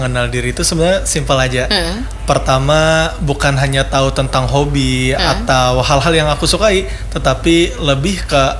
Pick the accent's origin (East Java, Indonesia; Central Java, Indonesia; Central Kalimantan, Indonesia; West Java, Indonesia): Central Kalimantan, Indonesia; moved away as an adult; now in Banjarmasin, Indonesia; Asli dari Kalimantan Tengah